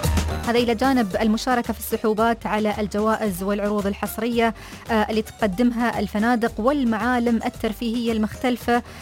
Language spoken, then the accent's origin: Arabic; United Arab Emirates; ما شاء الله في دولة الإمارات عندنا إنتاجات محلية كثيرة لأنواع مختلفة ومتعددة للتمور والرطب.